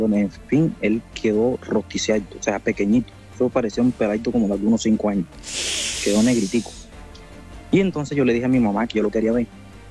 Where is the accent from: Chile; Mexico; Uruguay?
Mexico; Puerto Escondido, Oaxaca; now in Argentina; soy de Puerto Escondido, pero estoy acá en Argentina.